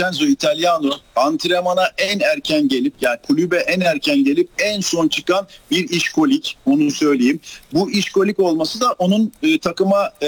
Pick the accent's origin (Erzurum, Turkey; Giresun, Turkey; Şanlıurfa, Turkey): Giresun, Turkey; ben Giresunlu olarak 28 numara bizim plaka numaramız.